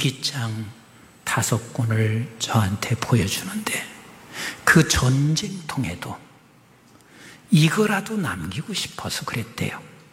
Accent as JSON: {"language": "Korean", "country": "South Korea", "also_born_or_lived": "United Kingdom", "said": "그래서 한국에서 왔다고."}